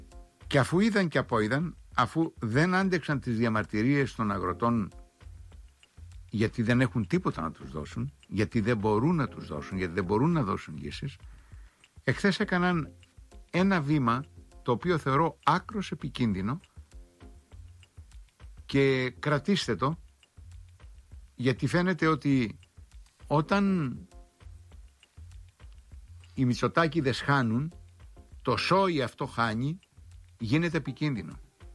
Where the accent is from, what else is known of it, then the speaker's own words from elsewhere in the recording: Crete, Greece; Μάλιστα πήγε χθες στην Πατρώα μας γη, κοντοχωριανή μας ένα δουλάκι, 4-5 χιλιόμετρα το χωριό του από το χωριό μου